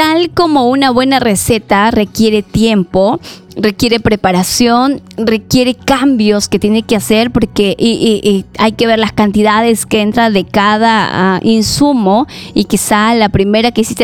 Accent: Peru; de nuestra identidad como peruanos, como hijos de Dios y como parte de una región o un país.

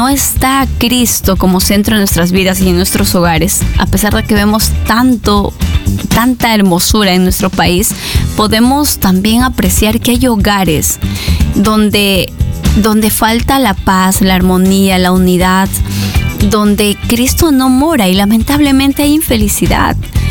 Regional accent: Peru; born there; por haberme permitido nacer en este lugar, el Perú. Y es que no solamente en el lugar donde he nacido, que es Huancayo, Pampas

